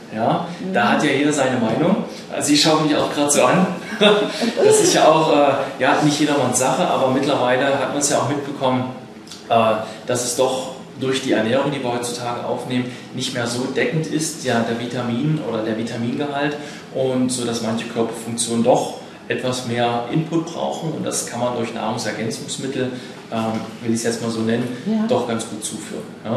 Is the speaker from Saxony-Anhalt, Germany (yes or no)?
yes; Halle, Saxony-Anhalt, Germany; Ich komme aus Halle.